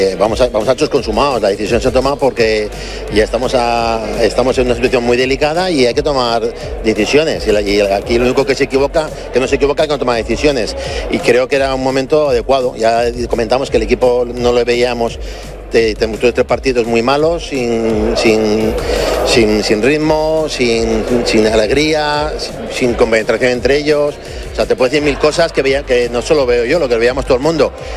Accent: Zaragoza, Aragon, Spain; los que estamos somos de Zaragoza y los que vamos a estar aquí muchísimos años

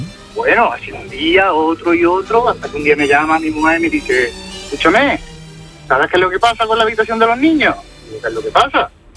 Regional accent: Moriles, Andalusia, Spain; now in Palma de Mallorca, Spain; soy de Córdoba, soy de un pueblecito de Córdoba.

